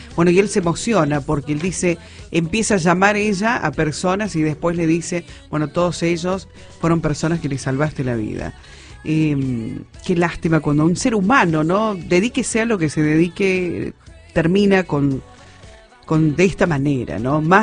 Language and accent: Spanish; Argentina; Qué orgullo para nosotros como argentinos, ¿no?